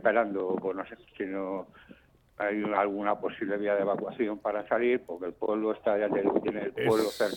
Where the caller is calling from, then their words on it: Madrid, Community of Madrid, Spain; porque yo soy de Madrid